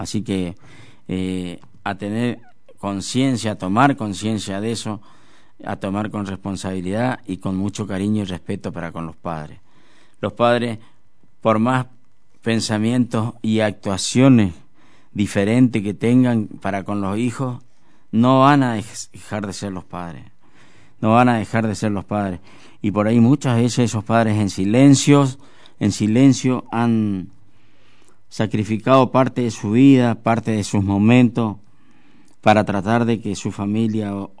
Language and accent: Spanish; Curuzú Cuatiá, Corrientes, Argentina; Yo tuve la suerte que nunca me fui de Curuzú. Me fui solamente por el tema de la guerra de Malvinas, que fueron no sé exactamente cuánto tiempo, un mes creo que fue. Y nada más, no me ausenté de Curuzú